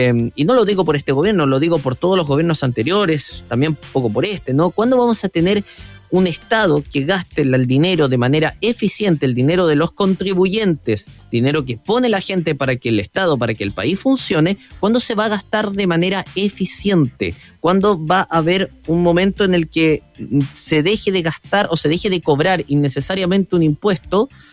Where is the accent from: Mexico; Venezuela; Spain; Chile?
Chile